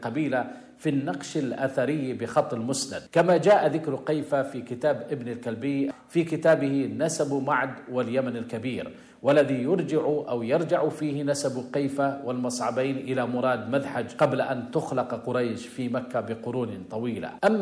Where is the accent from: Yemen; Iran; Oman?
Yemen; لنا كيمنيين